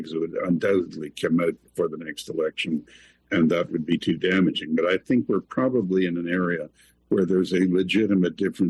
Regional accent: Canada; I'm English-speaking Canadian.

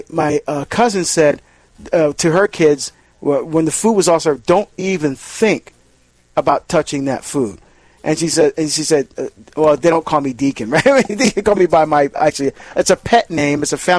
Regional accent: New Jersey, United States; born there; my home state of New Jersey

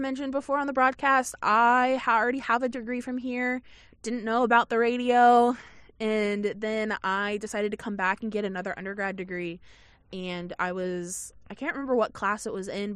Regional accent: Olathe, Kansas, United States; born there; also born or lived in Lenexa / Colorado / Texas; now in Manhattan, Kansas, United States; I'm from Olathe. Yeah, born in Olathe, moved to Lenexa, now back in Olathe with my parents. But I live out here in Manhattan.

